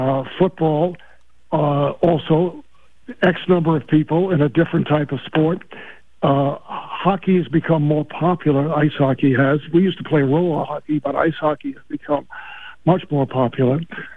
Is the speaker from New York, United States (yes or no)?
yes; New York, United States; Being a New Yorker, you would get a kick out of this.